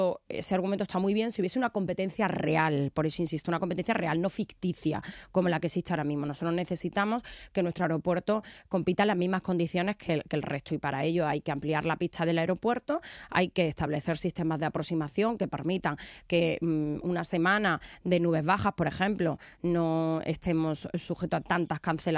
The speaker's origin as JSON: {"language": "Spanish", "region": "Melilla", "country": "Spain", "said": "somos más melillenses"}